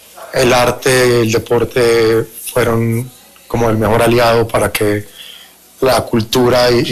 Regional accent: Medellín, Antioquia, Colombia; moved away; Colombia, pero Medellín, puedo hablar de donde vengo

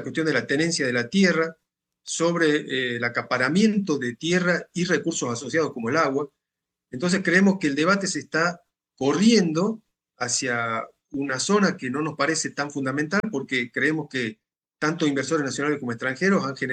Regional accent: Argentina

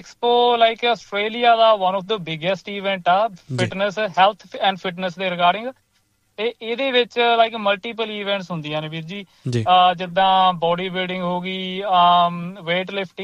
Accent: Ludhiana district, Punjab, India; moved away as an adult; also born or lived in Canada; now in Melbourne, Australia; ਮੈਂ ਪੰਜਾਬ ਤੋਂ ਜੀ, ਲੁਧਿਆਣਾ ਡਿਸਟ੍ਰਿਕਟ ਤੋਂ, ਇੱਕ ਛੋਟਾ ਜਿਹਾ ਪਿੰਡ ਆ ਸੋਮਲਖੇੜੀ, ਰਾੜਾ ਸਾਹਿਬ ਤੇ ਮਲੇਰਕੋਟਲੇ ਦੇ ਕੋਲ ਪੈਂਦਾ ਇਹ, ਤੇ ਮੈਂ ਉੱਥੇ ਦਾ ਬੋਰਨ ਆ। ਮੇਰੀ ਸਾਰੀ ਸਟੱਡੀ ਇੰਡੀਆ ਦੀ ਹੈ

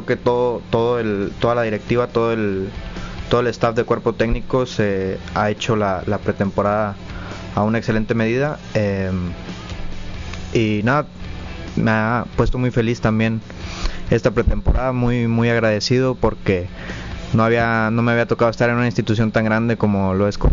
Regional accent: Tamaulipas, Mexico; Uno como tamaulipeco, no soy de Ciudad Victoria, pero como tamaulipeco, el formar parte de una institución tan grande siempre se siente como un orgullo.

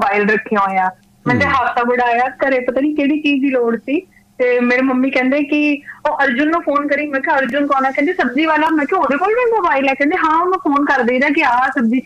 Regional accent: Punjab, India; ਪਿੰਡ ਚ ਪੜੀ ਆ ਮੈਂ ਕਿਹੜਾ ਸ਼ਹਿਰ ਚ ਪੜੀ ਆ ਮੇਰਾ ਪਿੰਡ ਵੀ ਤੁਹਾਡੇ ਨਵਾਂ ਸ਼ਹਿਰ ਦੇ ਕੋਲ ਹੀ ਸੀਗਾ

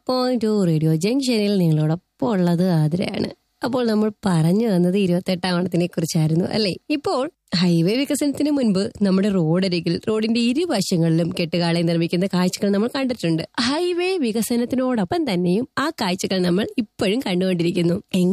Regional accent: Onattukara, Kerala, India; ഓണാട്ടുകരക്കാരി എന്ന നിലയിൽ എനിക്ക് അഭിമാനവും ഉണ്ട്

